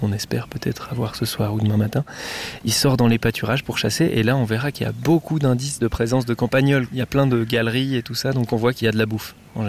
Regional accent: Vaud, Switzerland; je suis photographe, j'ai 22 ans. Et ici, on est dans une forêt du Jura que j'aime beaucoup, pas très très loin de là où j'ai grandi

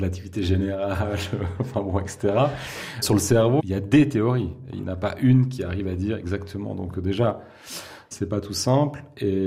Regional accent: Switzerland; on est Suisse, et on ne pèse rien, en fait.

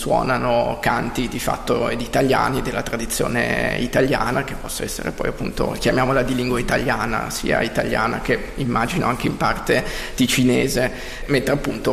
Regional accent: Piacenza, Emilia-Romagna, Italy; moved away as an adult; also born or lived in Como / Lugano; now in Switzerland; Io sono originario di Piacenza e ho iniziato appunto i miei studi musicali a Piacenza, dopodiché, finita la maturità al liceo, mi sono spostato a Como

